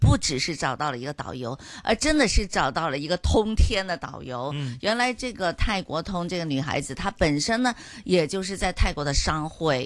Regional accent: Guangdong, China; 这就是我身为潮州人的自豪啊

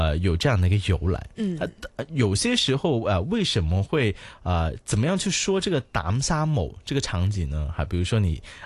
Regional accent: Guangdong, China; 那所以呢，中医或是我们广东人呢，就发挥想象力哈。

